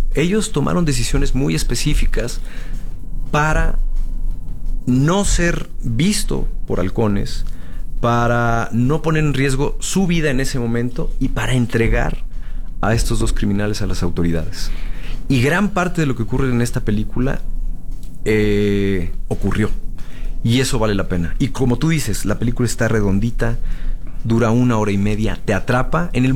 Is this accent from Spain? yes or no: no; Mexico; cambiar un poco la visión de lo que somos como mexicanos.